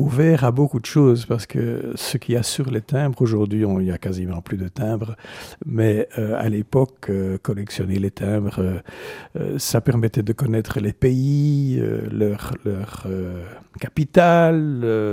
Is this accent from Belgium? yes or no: yes; Antwerp, Flanders, Belgium; J'ai grandi dans la région anversoise, région dont sont originaires mes parents. Mes parents étant issus de familles francophones de Flandre, mais j'ai donc grandi de façon bilingue et biculturelle. À la maison, c'était en français